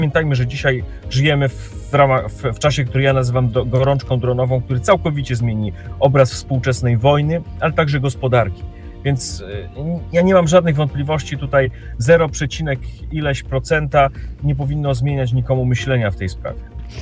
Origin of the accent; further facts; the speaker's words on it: Rzeszów, Subcarpathian Voivodeship, Poland; pochodzę z Polski Południowo-Wschodniej, z Rzeszowa, ale to nie chodzi tylko o Rzeszów, chodzi o świętokrzyskie, lubelskie, małopolskie.